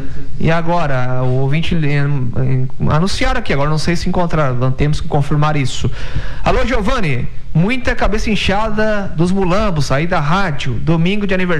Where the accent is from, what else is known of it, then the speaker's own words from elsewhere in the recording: Criciúma, Santa Catarina, Brazil; Bom dia, sou de Criciúma.